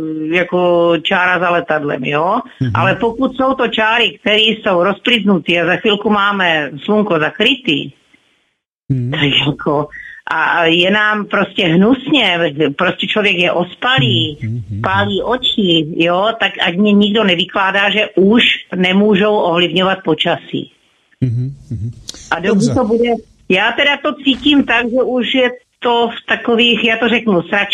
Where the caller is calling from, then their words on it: Otrokovice, Zlín Region, Czechia; z Otrokovic, vždycky jsem zdravila kluci z Plzně.